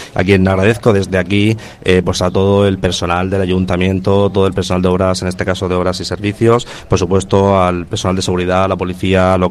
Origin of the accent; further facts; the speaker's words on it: Benejúzar, Valencian Community, Spain; la gente disfruta de nuestro pueblo, ya no solamente de nuestro paraje natural, sino también de lo que es el casco urbano y come en Benejuzar